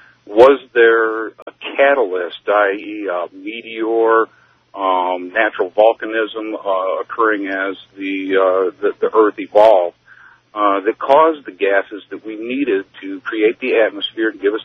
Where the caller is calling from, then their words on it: Detroit, Michigan, United States; in Detroit.